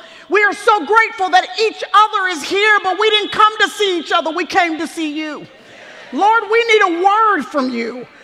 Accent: Dallas, Texas, United States; as I mentioned earlier, that I grew up in Dallas-Fort Worth area

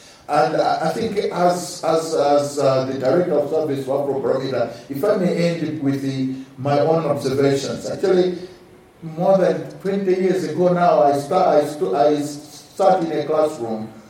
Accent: Malawi; I come from Malawi, and we've had fewer challenges for the past, like, or getting close to a year now.

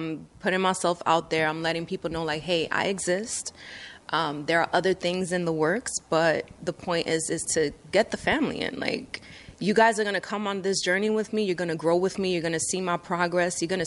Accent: New York, United States; dad's side, Dominican Chinese, mom's side, Dominican Turkish, so I'm a big mutt. but I was born and raised in New York between the Bronx and Dyckman.

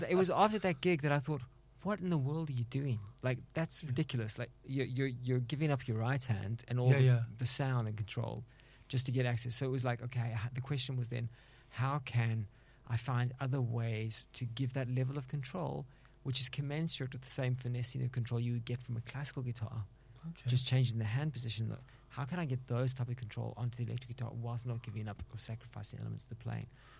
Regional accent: South Africa; I remember, as a South African jazz musician, it feels familiar for people to talk and drink while you play

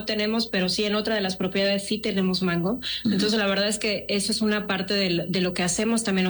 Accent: Yucatán, Mexico; No, yo sí aguanto el calor como buena yucateca, ¿sí?

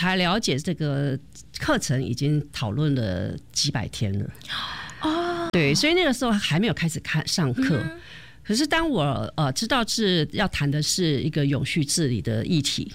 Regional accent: Hualien, Hualien County, Taiwan; 那我是花莲出生长大的孩子，慈济在花莲或在台湾它算是一个很重要的一个精神指标，那我身为一个花莲人，我觉得好像也应该要为花莲做一点事情

